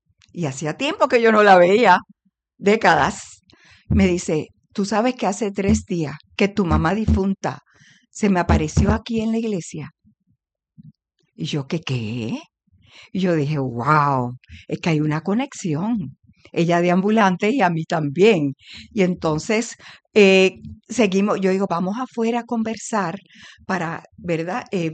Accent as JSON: {"language": "Spanish", "town": "Aguadilla", "country": "Puerto Rico", "tie": "born or raised there", "said": "yo soy oriunda de Aguadilla"}